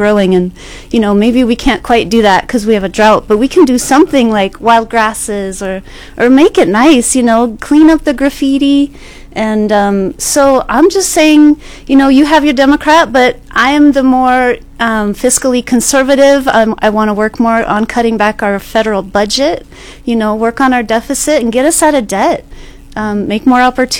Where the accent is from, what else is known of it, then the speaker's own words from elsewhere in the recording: Lakewood, Colorado, United States; also born or lived in Inglewood; Yeah, I'm born here in Inglewood, grew up in Lakewood, Littleton area, graduated Chatfield High School, and went to Metro State in Denver